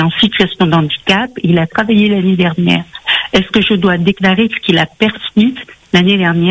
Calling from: Lyon, Auvergne-Rhône-Alpes, France; j'habite à Lyon.

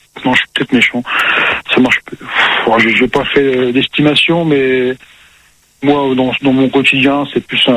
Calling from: Grand Est, France; comme je suis lorrain, vosgien d'origine

